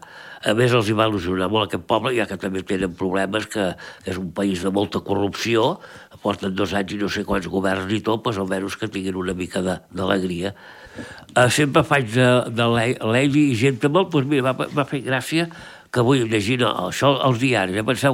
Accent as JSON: {"language": "Catalan", "town": "Argentona", "region": "Catalonia", "country": "Spain", "said": "al meu poble, a l'Argentona"}